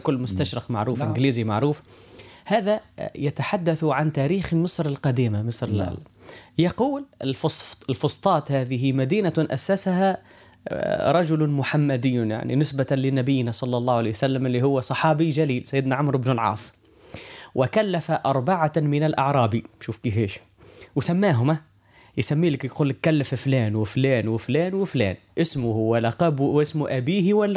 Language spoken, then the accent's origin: Arabic; Tunisia; نحن في تلك الأزمنة عندنا في تونس